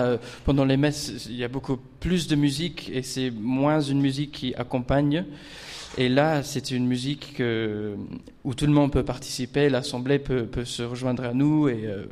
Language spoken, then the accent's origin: French; Blackburn, North West England, United Kingdom; French is a second language; moved away as an adult; now in France; Quand j'étais plus jeune, j'ai chanté pendant 9 ans dans ma ville natale de Blackburn.